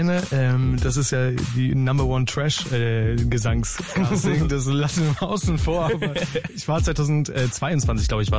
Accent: Usedom, Mecklenburg-Vorpommern, Germany; moved away as an adult; also born or lived in Cologne; now in Berlin, Germany; Ich komme ursprünglich da von der Ostsee, aber ich wohne schon ganz lange in Berlin. Ich komme aus Usedom ursprünglich.

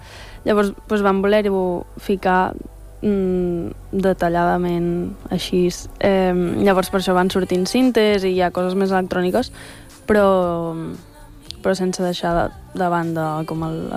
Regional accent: La Bisbal d'Empordà, Catalonia, Spain; tots som de la Bisbal i és un poble molt petit.

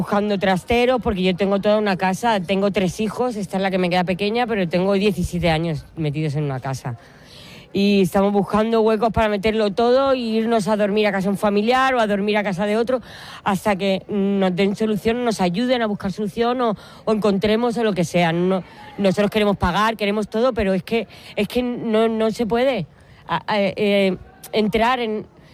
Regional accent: Elche, Valencian Community, Spain; de Elche, y yo llevo 17 años viviendo de alquiler.

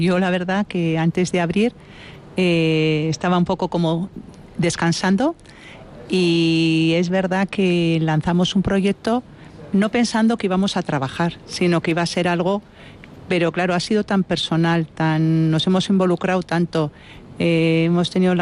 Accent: Vitoria-Gasteiz, Basque Country, Spain; yo soy de Vitoria, de una familia totalmente de estar en la calle, poteando y bueno, y disfrutando de vinos.

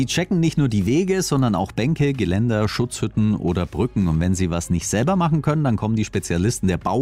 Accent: Swabia, Germany; Für mich als Schwabe

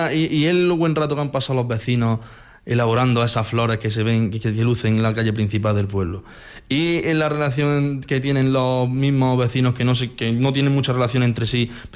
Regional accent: Villanueva del Duque, Andalusia, Spain; alcalde de Villanueva del Duque, tengo 25 años, estudié Ciencias Políticas en Sevilla, pero decidí volver a mi pueblo y trabajar desde la alcaldía por y para mi pueblo

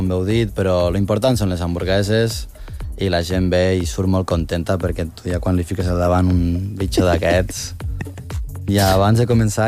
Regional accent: Vallbona de les Monges, Catalonia, Spain; De Vallbona de les Monges.

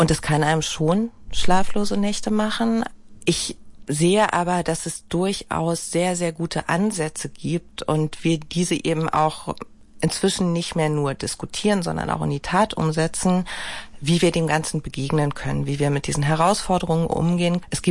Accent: Berlin, Germany

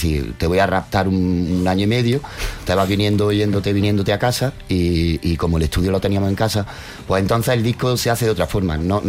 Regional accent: Granada, Andalusia, Spain; now in La Zubia, Spain; yo soy granadino

